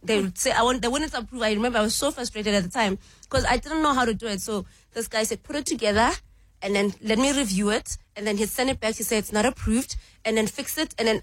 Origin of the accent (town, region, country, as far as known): Alexandra, Gauteng, South Africa; born or raised there